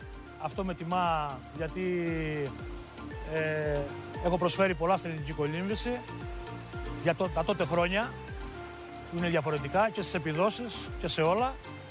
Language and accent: Greek; Heraklion, Crete, Greece; Αυτό που με λυπεί εμένα είναι εδώ στο Ηράκλειο, που παρόλο που έχω προσφέρει για τον τόπο μου και για το κολύμπι